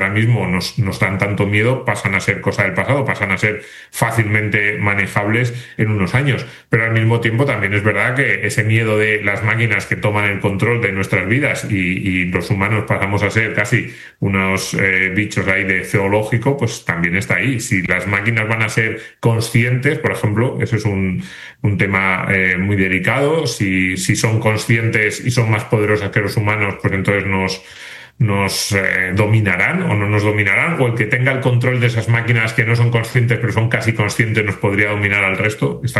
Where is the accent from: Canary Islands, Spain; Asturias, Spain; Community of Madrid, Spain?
Asturias, Spain; Me voy a quedar aquí en mi pueblo en Asturias, me voy a poner a plantar pepinos